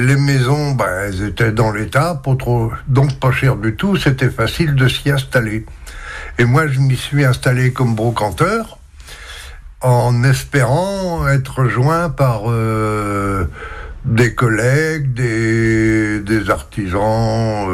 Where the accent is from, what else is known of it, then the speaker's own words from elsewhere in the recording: Saint-Malo, Brittany, France; j'ai grandi à Saint-Malo